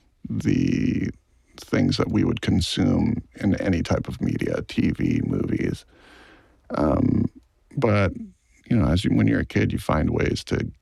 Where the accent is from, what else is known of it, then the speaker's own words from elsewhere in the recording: Hawaii, United States; You know, I always sort of compartmentalized my upbringing and my culture and growing up in Hawaii as sort of a separate thing than my experience as a filmmaker.